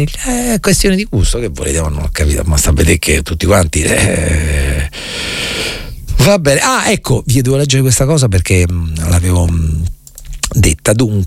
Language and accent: Italian; Marche, Italy; io sono marchigiano, ok? E conosco bene le Marche.